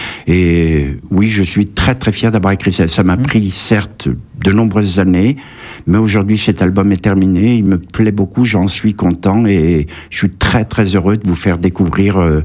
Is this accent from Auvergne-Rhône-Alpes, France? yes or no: yes; Saint-Étienne, Auvergne-Rhône-Alpes, France; born there; moved away as an adult; also born or lived in Kabylie, Algeria / Asnières-sur-Seine, Île-de-France; now in Périgueux, France; Je suis sinon stéphanois d'origine, j'ai grandi à Saint-Étienne, j'ai vécu un peu à l'étranger, j'ai vécu dans de nombreuses villes françaises. Mais bon, comme je disais, je suis à Périgueux depuis 8 ans